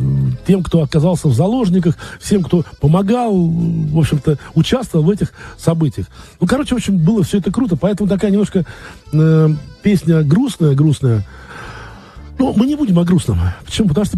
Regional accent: Budyonnovsk, Stavropol Krai, Russia; террористы захватили большое количество, практически больше 2000 заложников в городе Буденновске, в моем родном городе.

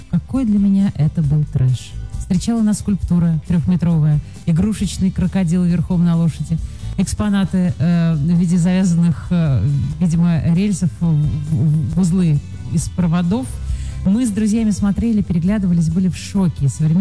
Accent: Moscow, Russia; Я москвич, но домосед.

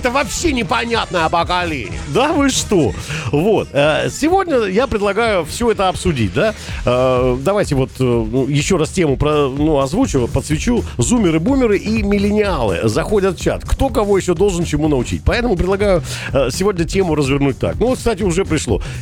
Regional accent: Rostov-on-Don, Rostov Oblast, Russia; в Ростове у нас так вот, ну, своеобразно мы шутим. Вот, мы очень громко, темпераментно разговариваем.

